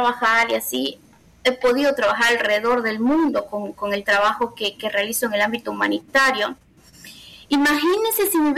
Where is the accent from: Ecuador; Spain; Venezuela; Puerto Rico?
Ecuador; Guayaquil, Guayas; yo vengo de una familia de muy humilde. Yo crecí en Guayaquil, en la 25 y el Oro, en la escuelita 25 y el Oro, y vivía en la 21 y el Oro. Estamos en el Estero Salado.